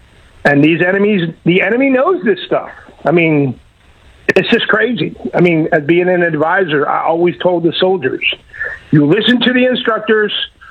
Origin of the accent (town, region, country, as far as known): Pennsylvania, United States